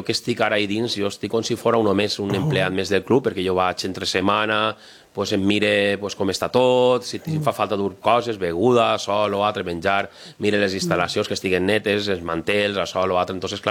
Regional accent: Cocentaina, Valencian Community, Spain; nosaltres, independentment de que som de Cocentaina, així en Alcoy és una barbaritat la gent que mos quidra

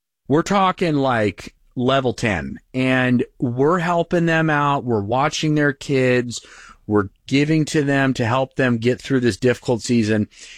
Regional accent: California, United States; And we came from California, where it's just a different culture.

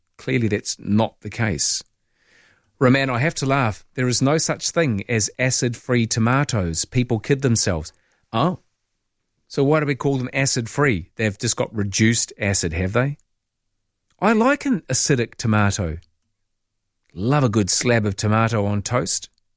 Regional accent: New Zealand; I used to be a fervent All Blacks fan, particularly being a Kiwi in subs for many years.

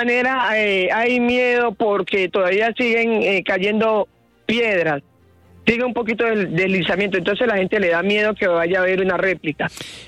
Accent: Buenaventura, Valle del Cauca, Colombia

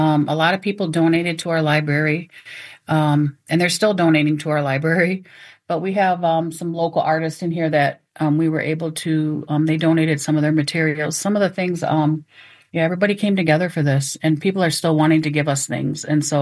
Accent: Mount Pleasant, Michigan, United States; Like I'm from the Saginaw Chippewa tribe in Mount Pleasant.

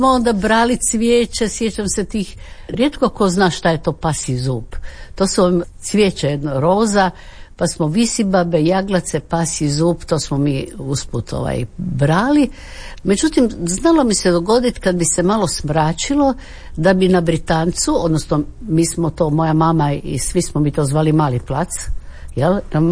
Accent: Zagreb, City of Zagreb, Croatia; also born or lived in Split / Imotski; Sve moje uspomene, dakle, od tih prvih fotografija koje ja imam na Zrinjevcu sa tim mufom i onako nekoj kapici, sve je to vezano uz Zagreb.

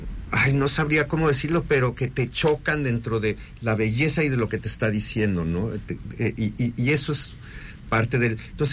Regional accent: Mexico City, Mexico; cuando era chico en Coyoacán, había una frase enfrente de mi casa

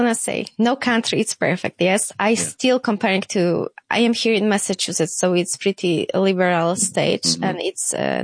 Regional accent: Lesser Poland, Poland; English is a second language; I am from south of Poland. I am like hour from Krakow. So it's John Paul II and St. Faustina.

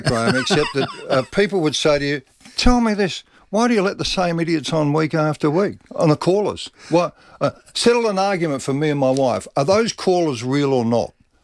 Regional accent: South Australia, Australia; being South Australian

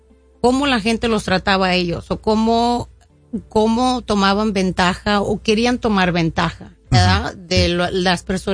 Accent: California, United States; also born or lived in Hawaii / San Diego; yo quería estudiar junto al mar. Creciendo en el Valle Central

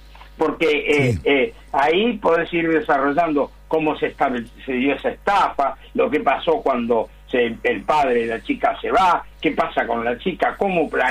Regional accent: La Boca, Buenos Aires, Argentina; born there

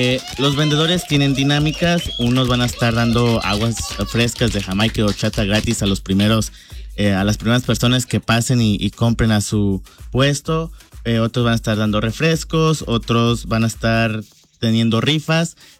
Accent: Michoacán, Mexico; also born or lived in Colima; Nací en Colima. Ah, ok. Pero fui criado en Michoacán.

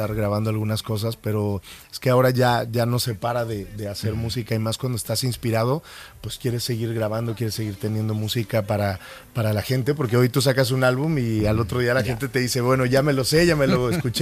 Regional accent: Huamantla, Tlaxcala, Mexico; A mí me pasa con las fiestas de mi pueblo que en agosto es sagrado para mí estar en Huamantla

